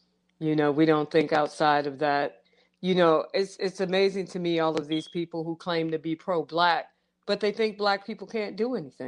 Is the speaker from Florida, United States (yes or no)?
no; St. Louis, Missouri, United States; I mean, it's in St. Louis County, but this is all St. Louis.